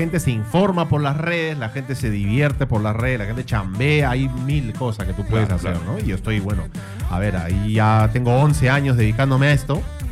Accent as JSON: {"language": "Spanish", "region": "Lima", "country": "Peru", "tie": "born there", "said": "yo nací acá en Lima, ¿no? Pero ya, bueno, ¿no? Y sí tengo ahí mis raíces"}